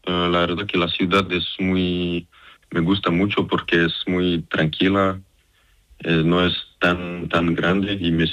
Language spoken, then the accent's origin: Spanish; Montpellier, Occitania, France; Spanish is a second language; now in Almería, Spain; yo en Francia, solo nací en Francia y crecí en Francia.